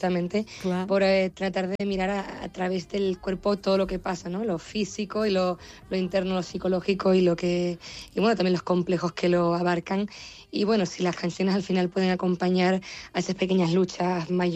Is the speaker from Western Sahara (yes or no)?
no; La Palma, Canary Islands, Spain